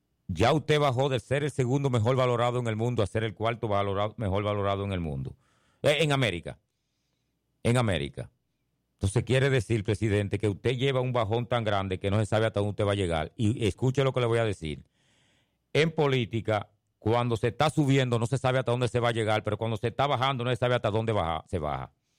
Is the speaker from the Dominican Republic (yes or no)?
yes; Dominican Republic